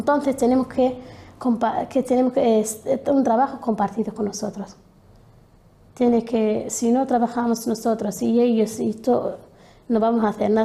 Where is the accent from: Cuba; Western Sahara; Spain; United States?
Western Sahara